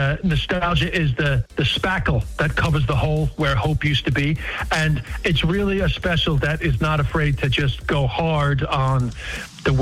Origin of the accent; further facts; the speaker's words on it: New York City, New York, United States; There's a section about growing up in Queens.